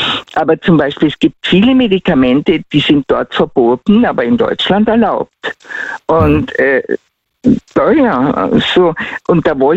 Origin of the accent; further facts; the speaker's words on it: Tyrol, Austria; accent: Tyrolean; Ich muss meinen Tiroler Akzent drosseln, sonst verstehen wir uns falsch.